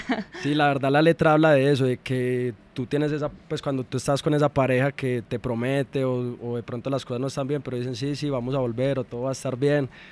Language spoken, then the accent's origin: Spanish; Medellín, Antioquia, Colombia; also born or lived in Bogotá / Cali; No, yo en Medellín siempre crecí entre el Poblado y Envigado, pero pues un dato curioso, yo nací aquí en Bogotá, soy de familia y de raíces caleñas, pero desde los 2 años vivo en Medellín